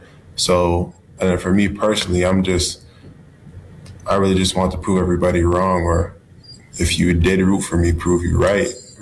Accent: Ottawa, Ontario, Canada; now in United States; I grew up in Ottawa, Ontario. Everybody asked me, what's it like? Canada's really pretty much the same as here

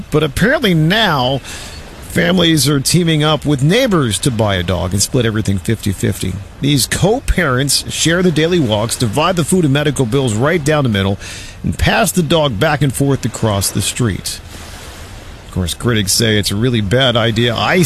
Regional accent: Philadelphia, Pennsylvania, United States; growing up in Northeast Philly when I was a kid listening to the radio

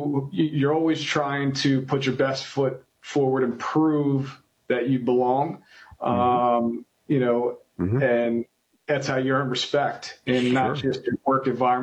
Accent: Wilmington, Delaware, United States; Yeah, from Wilmington, Delaware. I have two brothers and a sister. I am the second oldest.

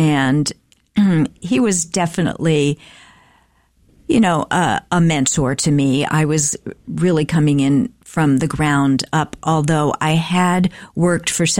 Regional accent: Washington, District of Columbia, United States; moved away as an adult; I grew up in the Washington, D.C. area.

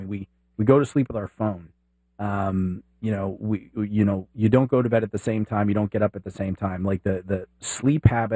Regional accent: Dallas, Texas, United States; I remember when I was living in Dallas at the time. I was a kid. I grew up in Dallas.

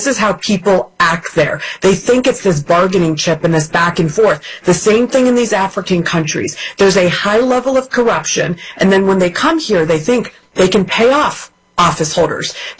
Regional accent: India; born there; Look, I was born in India, and you bargain on the street there.

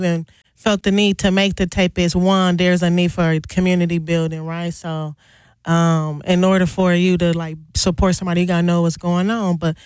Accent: Milwaukee, Wisconsin, United States; owner and operator of Fur Walkie. I'm born and raised in Milwaukee.

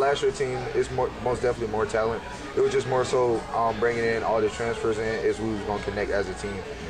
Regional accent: Bradenton, Florida, United States; moved away as an adult; I was born and raised in Bradenton, Florida.

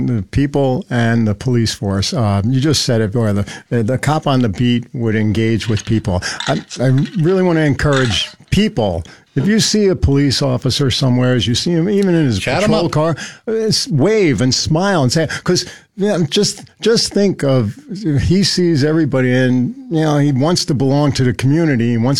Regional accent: Weehawken, New Jersey, United States; born there; I'm a city kid. I was born in Weehawken, New Jersey, if you know where that is.

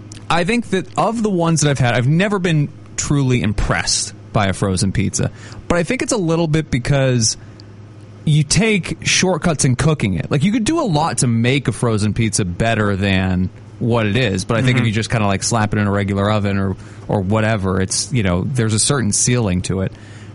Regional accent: Walpole, Massachusetts, United States; I was not a full-time resident of the South Shore as a child. I grew up in Walpole

